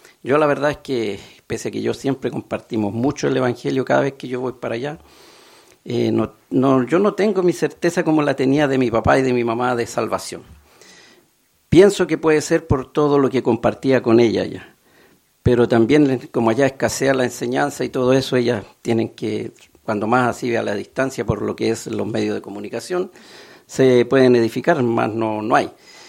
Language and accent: Spanish; Chile; Uno como chileno sabe cómo son los terremotos